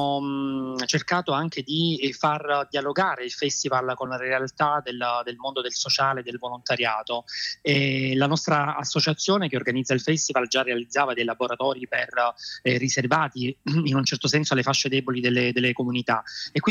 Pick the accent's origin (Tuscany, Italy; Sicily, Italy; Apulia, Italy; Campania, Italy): Apulia, Italy; Tuglie; moved away as an adult; now in Rome, Italy; nel mio paese, dove siamo stati 6 anni, nella comunità di Tuglia, vicino a Gallipoli